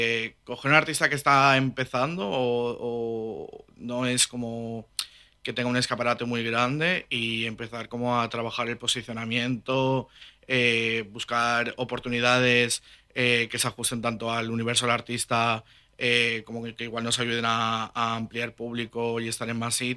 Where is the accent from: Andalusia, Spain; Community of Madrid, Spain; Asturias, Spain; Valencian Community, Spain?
Valencian Community, Spain; bueno, soy de Aimus, de un pueblo aquí al lado de Gandía.